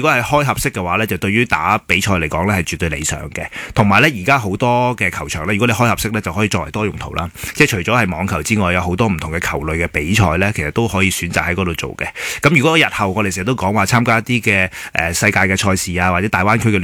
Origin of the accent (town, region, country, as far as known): Hong Kong